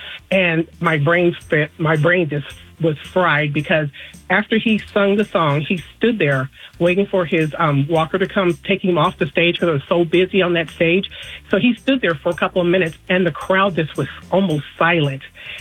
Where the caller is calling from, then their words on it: Midwest, United States; I am also from the Midwest. So we all got this Midwest vibe.